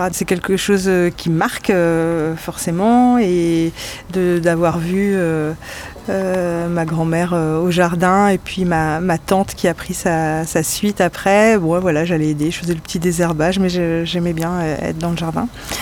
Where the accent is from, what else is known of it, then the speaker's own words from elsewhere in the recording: Callac, Brittany, France; moved away; moi j'ai grandi en centre-Bretagne, à Calac, donc dans un milieu assez rural